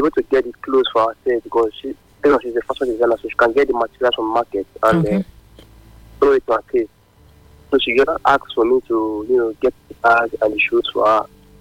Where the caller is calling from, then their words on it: Benin; I'm calling from Benin.